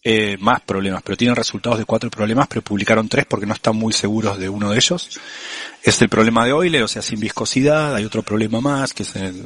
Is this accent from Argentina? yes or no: yes; Argentina; yo como argentino uso un solo apellido